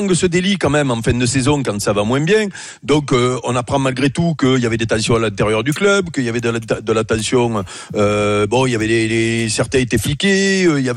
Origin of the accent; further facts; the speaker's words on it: Robion, Provence-Alpes-Côte d'Azur, France; born there; Je suis né à Avignon, moi. Je suis né à Robion, les taillades.